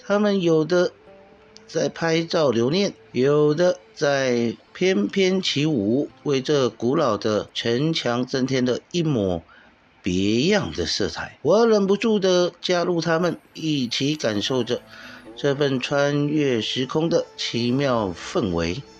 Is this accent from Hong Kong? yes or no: no; Taiwan; now in China; 大家好，我是来自台湾的 … 。长安一片月，万户捣衣声。李白的诗句如同一把神奇的钥匙，打开了我对盛唐长安的无尽遐想。